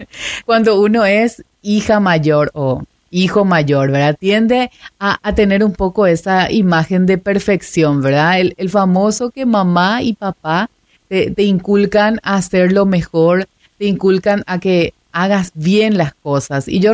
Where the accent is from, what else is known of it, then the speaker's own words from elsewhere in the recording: Asunción, Paraguay; now in Filadelfia, Paraguay; Nací en Asunción.